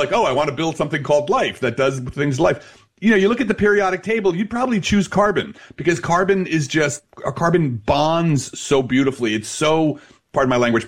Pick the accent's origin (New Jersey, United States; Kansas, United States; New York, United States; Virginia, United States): New Jersey, United States; Belleville